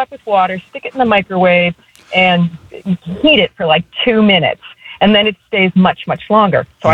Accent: Scituate, Massachusetts, United States; It's funny because we've only lived there for a year. We're actually from Scituate.

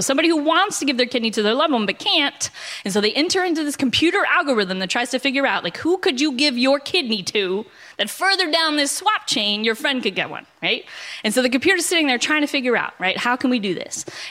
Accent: Texas, United States; I'm from the South, right? The storytelling.

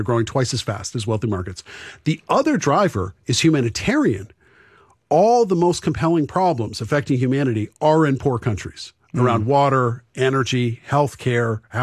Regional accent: New Hampshire, United States; So even though, you know, I'm a guy from New Hampshire, I may be designing for a mother of five in Kenya, right?

